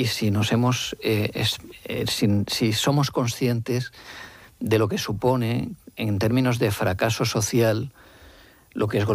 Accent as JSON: {"language": "Spanish", "town": "Alicante", "region": "Valencian Community", "country": "Spain", "said": "y soy alicantino, o sea, valenciano."}